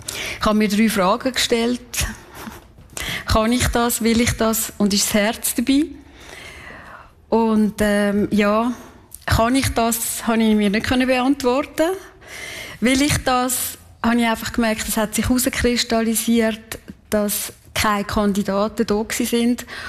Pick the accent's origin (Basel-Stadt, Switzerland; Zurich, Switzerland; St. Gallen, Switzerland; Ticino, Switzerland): St. Gallen, Switzerland; Kaltbrunn; weil ich bin in Kaltbrunn aufgewachsen. Ich bin ein Kaltbrunner, durch und durch.